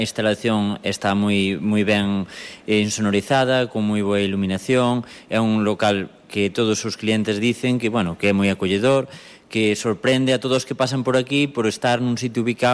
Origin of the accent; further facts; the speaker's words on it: San Cristóbal de Cea, Galicia, Spain; Non, eu son do concello veciño, son de San Cristóbal de Cea.